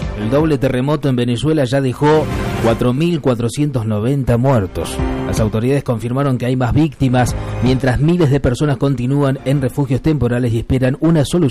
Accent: Argentina; si no sufrimos, no somos argentinos.

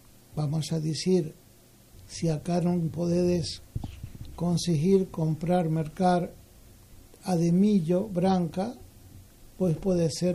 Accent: Borgadáns, Galicia, Spain; Cando no ano 2016 e tamén despois no 18 estuve ali na miña aldea de Borgadáns

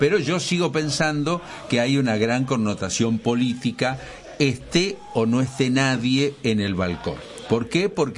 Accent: Argentina; que es lo que ansiamos todos los argentinos

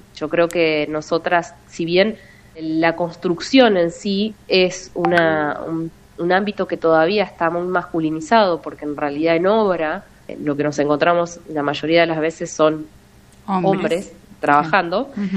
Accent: Patagonia, Argentina; mi papá es de la línea sur, mis abuelos son de la línea sur, y siempre viví la Patagonia como soy patagónica, digamos. No me identifico con otro lugar

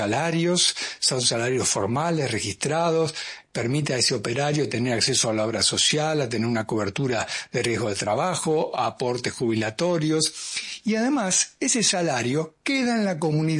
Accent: Santa Fe, Argentina

